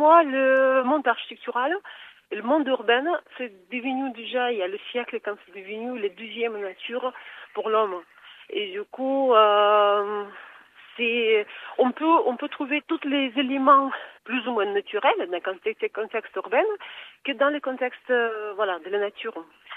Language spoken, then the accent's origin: French; Samara, Samara Oblast, Russia; j'ai profité bien sûr de présenter ma ville natale, Samara. C'est une grande ville en Russie